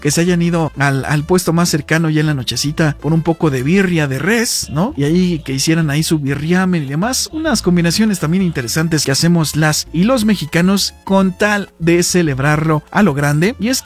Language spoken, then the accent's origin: Spanish; Mexico City, Mexico; now in Actopan, Mexico; yo que soy originario de la Ciudad de México, pues allá está muy acostumbrada las personas, estamos muy acostumbrados a que el pambazo sí o sí va adobado y frito.